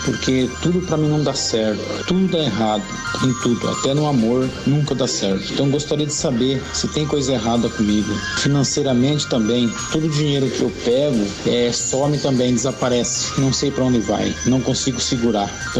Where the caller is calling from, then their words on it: Eldorado, São Paulo, Brazil; sou de Eldorado, São Paulo.